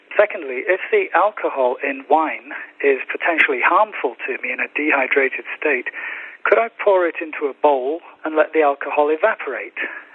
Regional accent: Hiroshima, Japan; from Hiroshima in Japan.

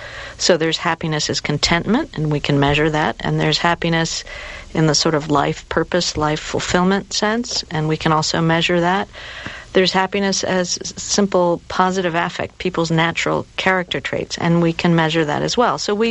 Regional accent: Peru; I'm from Peru

